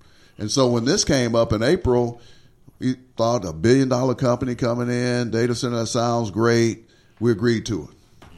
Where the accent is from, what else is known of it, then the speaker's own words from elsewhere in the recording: Wrightsville, Arkansas, United States; now in Little Rock, United States; I'm from Wrightsville, so I certainly still have concerns about how that area is developed. But certainly, as living in Little Rock now, and as a representative of Ward 1